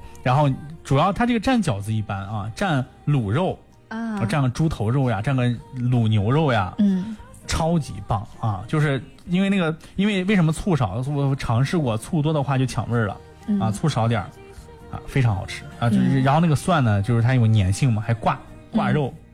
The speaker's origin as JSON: {"language": "Chinese", "region": "northern China", "country": "China", "said": "作为北方人来说的话"}